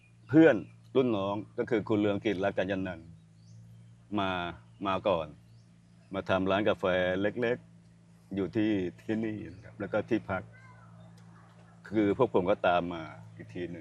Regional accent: Suphan Buri, Thailand; moved away as an adult; also born or lived in Kanchanaburi; now in Sangkhla Buri, Thailand; จริงๆเราก็เป็นคนพื้นเดียวกับเมืองกาญนะเนาะผมเป็นคนสุพรรณมันก็ใกล้กันมากผมมาอยู่กาญตั้งแต่เป็นทหารเกณฑ์ปี30

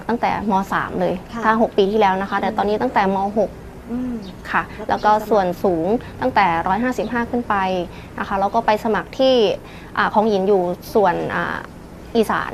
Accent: Ubon Ratchathani, Thailand; เป็นคนจังหวัดอุบลราชธานีค่ะ

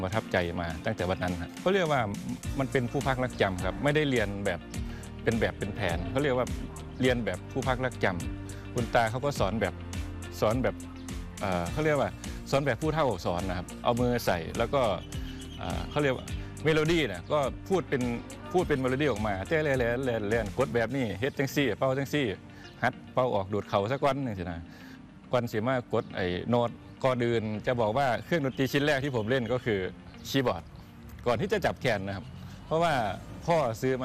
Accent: Kuchinarai, Kalasin, Thailand; บ้านเกิดผมอยู่ที่กุชินารายครับจังหวัดกาฬสินธุ์ตอนเป็นเด็กนะครับ

